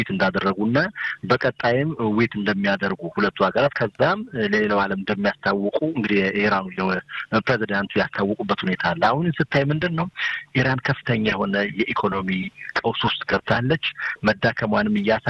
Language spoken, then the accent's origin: Amharic; Gondar, Amhara, Ethiopia; ያደግኩበትን እንዴት ነው ያደግኩበት የተወለድኩበትን ቦታ ጨዋሄድ፣ ጎንደር ሲባል ጨዋሄድ አገር ጨዋሄድ የሚል ሰማሁና